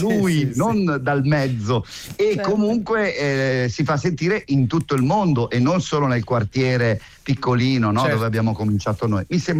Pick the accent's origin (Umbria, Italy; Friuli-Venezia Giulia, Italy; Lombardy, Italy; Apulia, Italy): Lombardy, Italy; Metanopoli; E allora lì a Metanopoli, perché io vengo da Metanopoli, sono un figlio del cane a sei zampe.